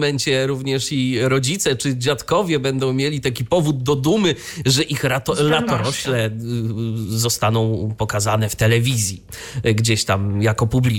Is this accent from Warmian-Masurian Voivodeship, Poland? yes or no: yes; Iława, Warmian-Masurian Voivodeship, Poland; do Iławy, do mojego rodzinnego miasta